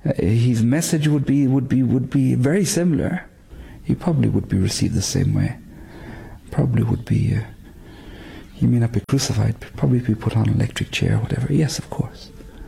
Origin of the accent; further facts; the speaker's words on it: west of Ireland, Ireland; accent: Irish; now in Jerusalem; I'm originally from Ireland, as you can hear by my accent. I'm from the West Coast.